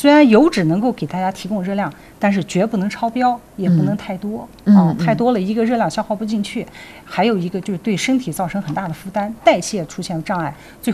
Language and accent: Chinese; Xinjiang, China; 首先就现在目前咱们新疆人其实肥胖的也挺多的